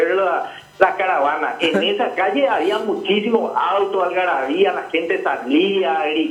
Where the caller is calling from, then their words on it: Paraguay; Nosotros como buenos paraguayos y corajudos que somos